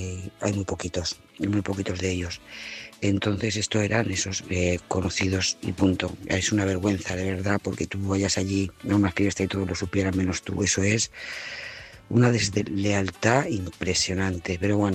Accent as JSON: {"language": "Spanish", "town": "Lloret de Mar", "region": "Catalonia", "country": "Spain", "said": "de Lloret de Mar, corresponsal de esa audiencia"}